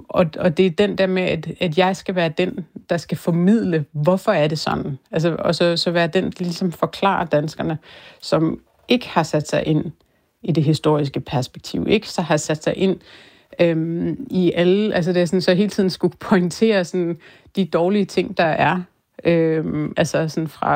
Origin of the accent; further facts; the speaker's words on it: Greenland; moved away as an adult; now in Denmark; de ved godt, jeg har nogle grønlandske aner, men det er mange, der egentlig sådan, så bliver overrasket over, at jeg var 21. da jeg flyttede til Danmark